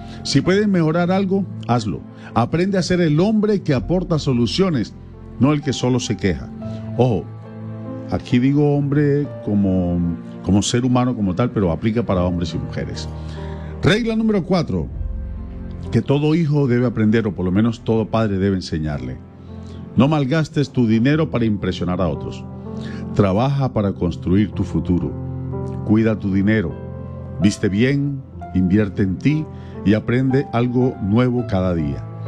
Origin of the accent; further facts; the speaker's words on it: Colombia; nosotros los colombianos